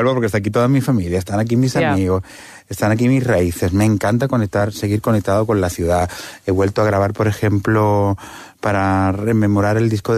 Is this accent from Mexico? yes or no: no; Catalonia, Spain; moved away as an adult; now in Costa del Sol, Málaga, Spain; yo soy un ser que he crecido, como te digo, en un barrio de andaluz, siendo catalán, con mis padres, cada uno de una parte de un punto distinto de España.